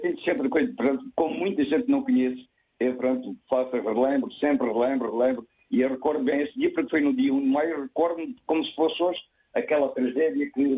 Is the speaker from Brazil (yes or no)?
no; Almodôvar, Alentejo, Portugal; born there; que se costuma dizer que nasci mesmo em Almodóvar.